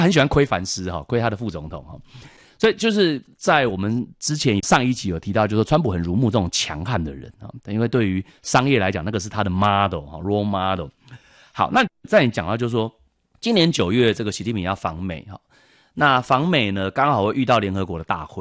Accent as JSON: {"language": "Chinese", "country": "Taiwan", "said": "2000年我在美国读书留学的时候，那时候我讲台湾 ，I'm from Taiwan， 大部分美国人会以为我是从泰国来的"}